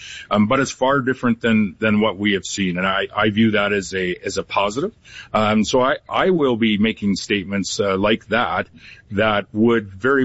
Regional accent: Canada; I'm not Albertan, but I am a Canadian, and I am a leader of a province that's adjacent

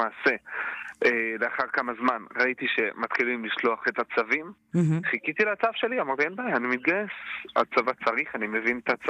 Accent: Migdal HaEmek, Northern District, Israel; אני מצפון הארץ. אתה נכון, מגדל העמק.

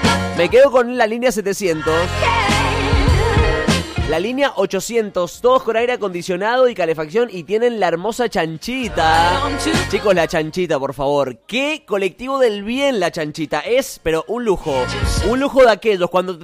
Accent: San Martín, Mendoza, Argentina; Ustedes saben que yo soy de San Martín.

